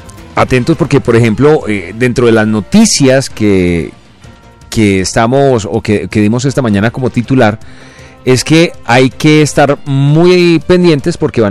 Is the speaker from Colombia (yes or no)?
yes; Colombia; born there; me siento dichoso de haber nacido en este país. Creo que es un país muy, muy hermoso el que Dios nos ha regalado, nos ha concedido para nacer.